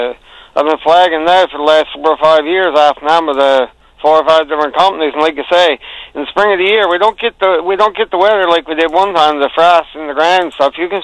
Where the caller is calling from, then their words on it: Rock Harbour, Newfoundland and Labrador, Canada; from Rock Harbor on Bjorn Peninsula, long-time caller